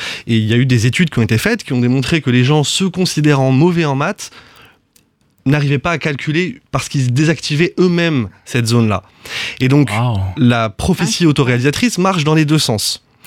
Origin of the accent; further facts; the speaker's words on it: Casablanca, Casablanca-Settat, Morocco; J'arrive du Maroc, à la base, j'ai grandi à Casablanca, où j'ai fait mes études là-bas.